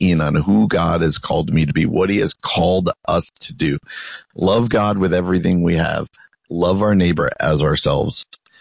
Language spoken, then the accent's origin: English; New Jersey, United States; I remember growing up in New Jersey, that's when we would go back to school the day or two after Labor Day.